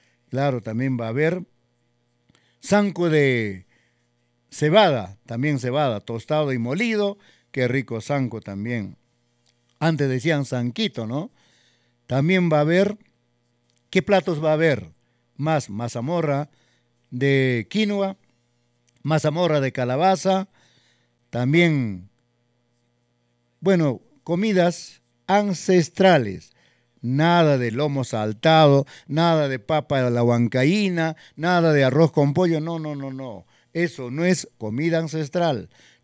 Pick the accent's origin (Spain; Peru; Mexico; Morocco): Peru; Ancash; auténticamente guaracina, ancashina. Somos ancashinos de pura cepa, somos peruanos.